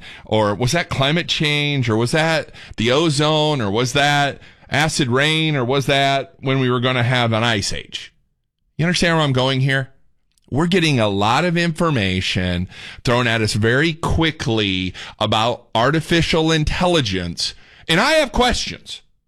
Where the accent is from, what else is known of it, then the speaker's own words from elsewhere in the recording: Indiana, United States; I'm from Indiana, of course, where we actually have humidity.